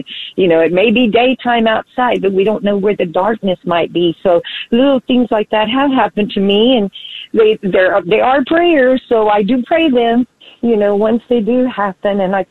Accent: Houston, Texas, United States; while in Houston, I was from Houston, I was visiting the Catholic Charismatic Center

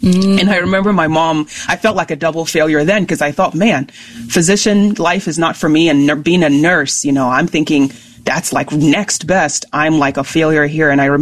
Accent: Nigeria; English is a second language; moved away as an adult; now in United States; My work was on billboards across Africa because I am Nigerian by origin and very proud of my Nigerian heritage.

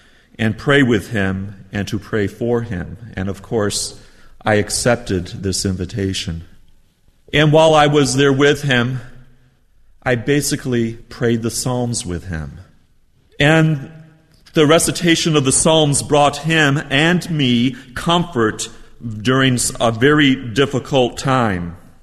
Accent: Natural Bridge, New York, United States; And Ottawa is only about a two-hour drive north of my hometown in northern New York called Natural Bridge.

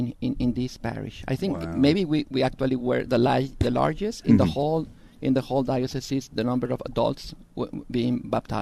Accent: Mexico; now in Houston, United States; I'm from Mexico.

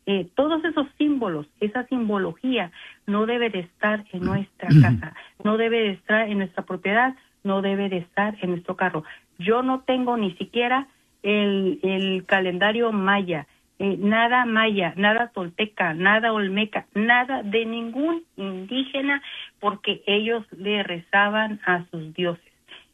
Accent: Mexico; Y los mexicanos, yo soy mexicana, de ahí viene.

